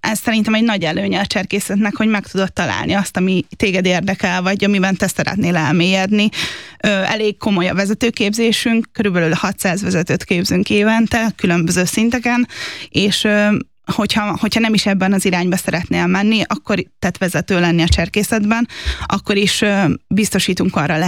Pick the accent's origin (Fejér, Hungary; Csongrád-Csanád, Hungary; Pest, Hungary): Csongrád-Csanád, Hungary; Szeged; moved away; szegedi vagyok eredetileg, úgyhogy Szegeden kezdtem el cserkészkedni